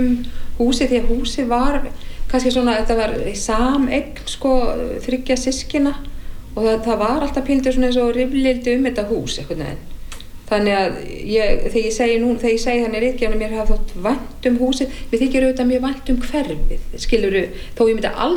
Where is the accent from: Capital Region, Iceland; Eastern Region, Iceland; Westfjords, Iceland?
Capital Region, Iceland; Reykjavík; Ég held að einhverstaðar hafi mér þótt að líka ákveðin lúxus að alast upp á Laugaveginum.